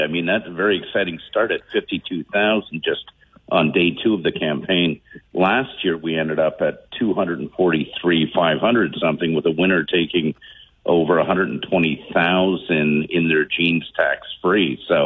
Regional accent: Kitchener, Ontario, Canada; also born or lived in Oakville; I was born in Oakville, but moved at a young age to Kitchener, and then spent my formative years growing up here.

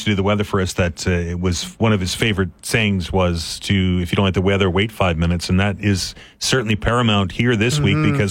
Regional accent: Ontario, Canada; now in Nova Scotia, Canada; I come from Ontario, and mm-hmm. I mean, my hometown's named after thunder.

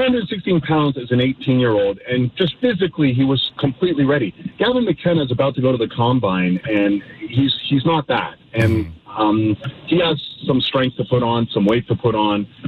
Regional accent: Canada; We're Canadian.

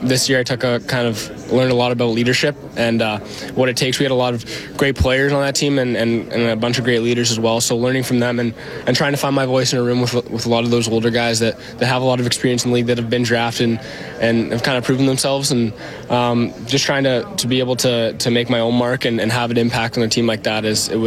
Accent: Vancouver, British Columbia, Canada; it's my hometown growing up

